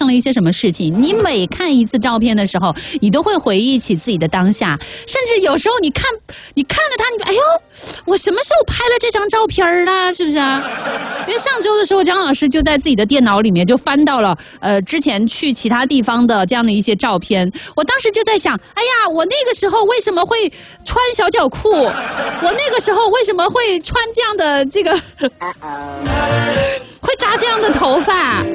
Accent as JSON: {"language": "Chinese", "region": "Sichuan", "country": "China"}